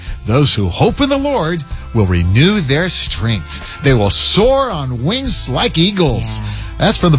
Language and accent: English; Ohio, United States; I grew up in Ohio where it gets cold in the winter.